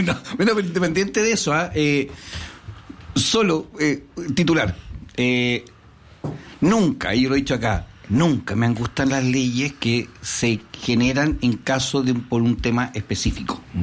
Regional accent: Antofagasta, Chile; soy de Antofagasta

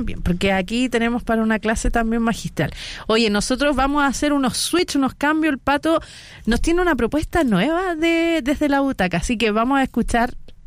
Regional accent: Concepción, Biobío, Chile; Yo soy penquista

